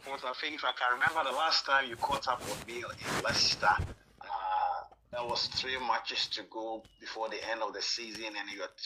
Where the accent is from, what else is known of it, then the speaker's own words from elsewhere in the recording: Ghana; Likewise, we as Africans, and most especially Ghana, on the day that you were born, when you mention the name, everyone in Ghana